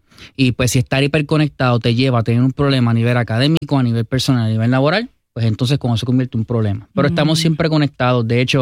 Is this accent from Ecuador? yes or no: no; Cidra, Puerto Rico; De Sidra, Puerto Rico.